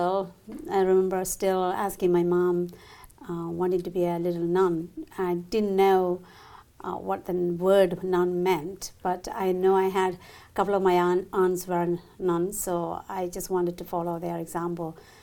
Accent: Kerala, India; born there; moved away

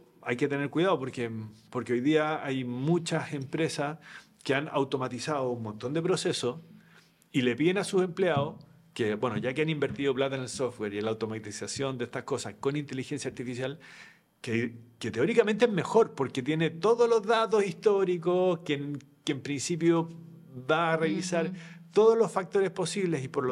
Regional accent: Chile; accent: Chilean; estoy hablando como chileno

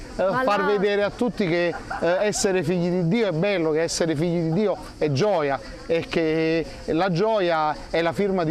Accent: Montesarchio, Campania, Italy; Noi veniamo da Montesarchio, un paese in provincia di Benevento.

